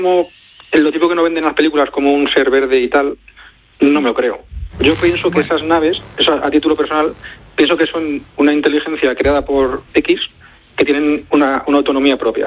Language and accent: Spanish; Madrid, Community of Madrid, Spain; Pues mire, yo tengo 46 años, soy de Madrid.